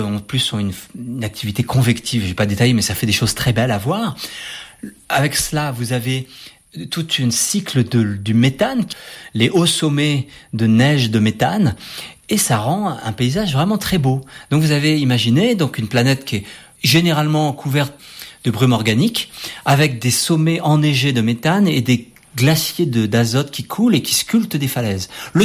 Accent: France; Mais c'était sympa en tant que Français de participer à cette mission.

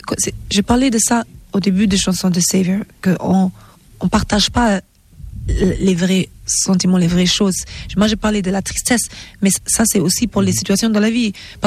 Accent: Germany; J'aime les bretzels aussi, parce que j'ai grandi en Allemagne, oui, et j'aime le foufou et le okra et le égoussi de Nigeria.

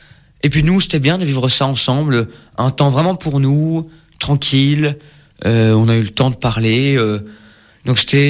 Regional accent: Saint-Nazaire, Pays de la Loire, France; chez nous, à Saint-Nazaire

